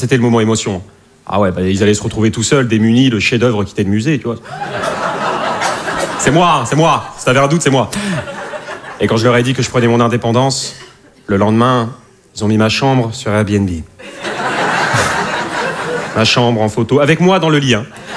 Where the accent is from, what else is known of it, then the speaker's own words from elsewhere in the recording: Nouvelle-Aquitaine, France; je viens du bassin d'Arcachon.